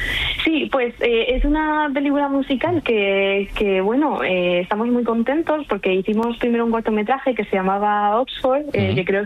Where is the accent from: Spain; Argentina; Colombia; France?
Spain; Region of Murcia; moved away as an adult; also born or lived in Madrid; mi productora es murciana, mi familia la tengo toda en Murcia. En Madrid, pues sigo teniendo un piso